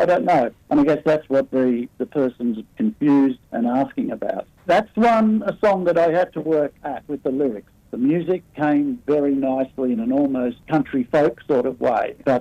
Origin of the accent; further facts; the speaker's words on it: Rockhampton, Queensland, Australia; born there; and then so I was born in Rockhampton in Queensland, and then a week later we all travelled up by train back up to rejoin the show in Cairns.